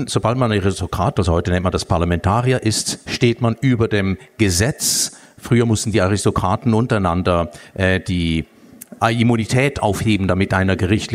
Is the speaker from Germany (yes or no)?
no; Switzerland; also born or lived in India; Also ich lebe in der Schweiz schon seit längerem, nämlich seit Geburt, weil ich bin ja Schweizer. Dann, ich habe 5 Jahre in Indien gelebt